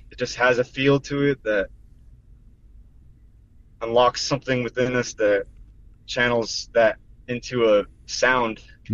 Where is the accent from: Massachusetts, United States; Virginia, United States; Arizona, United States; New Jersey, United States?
Arizona, United States; We come from Gila River and Thonaut Nation, and our story began where we come from.